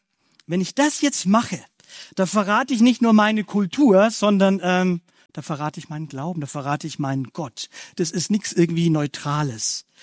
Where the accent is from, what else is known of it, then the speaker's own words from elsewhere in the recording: Bavaria, Germany; Bei mir, ich komme aus dem Bayerischen, Fränkischen, habe ich ja schon gesagt, da hieß es immer, was sagen die Leute?